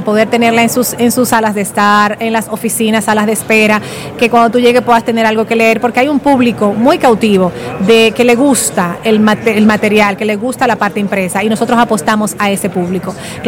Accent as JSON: {"language": "Spanish", "country": "Dominican Republic"}